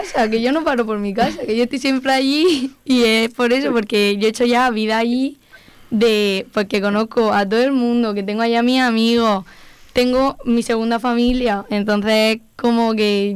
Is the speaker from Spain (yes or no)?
yes; Molina, Spain; yo soy de aquí, de Molina, y yo llegué a la Torre Alta de 5 años porque me echó un novio de allí.